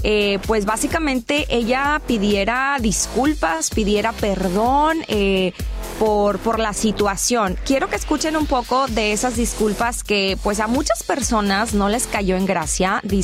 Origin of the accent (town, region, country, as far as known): Mexico